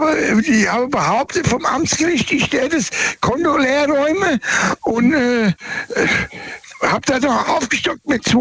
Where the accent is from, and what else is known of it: Birlenbach, Rhineland-Palatinate, Germany; born there